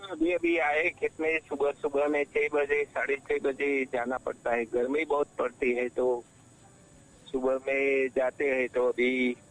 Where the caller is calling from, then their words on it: Gujarat, India; हमारे यहाँ गुजरात में, तो हमारे गांव में